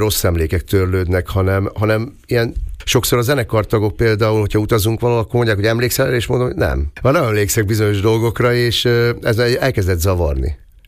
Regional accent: Eger, Heves, Hungary; én mai napig büszke vagyok arra, hogy egri születésű vagyok.

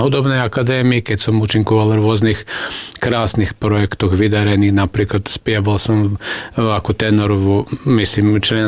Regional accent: Vojvodina, Serbia; Mnohé tam u nás na Dolnej zemi, pochopíte, že zbory sú založené po 90. roku.

